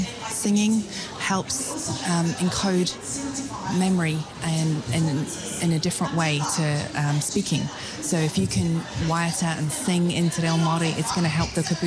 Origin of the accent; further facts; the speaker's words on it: England, United Kingdom; also born or lived in Hong Kong; now in Dunedin, New Zealand; I'm from England